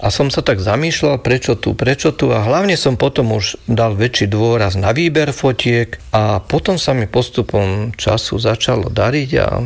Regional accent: Klasov, Nitra Region, Slovakia; also born or lived in Hradec Králové, Czechia; tam som sa objednal, narodil, chvíľu som tam býval a potom sa teda rodičia vrátili do rodného Klasova a Babindolu, lebo mamička bola z Klasova, otec Babindolu

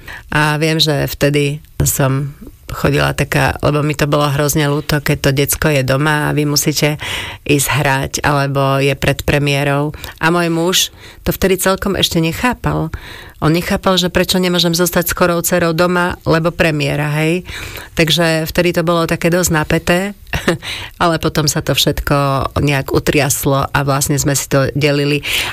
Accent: Košice, Košice Region, Slovakia; born there; my sme bývali na 7. poschodí. V Košiciach

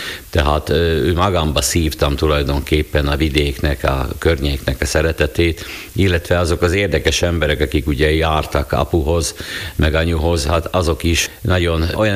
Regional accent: Rimavská Sobota, Banská Bystrica Region, Slovakia; Egykeként nőttem föl itt Rimaszombatba, lokálpatrióta családba, hát logikus, hogy én is ezzé váltam.

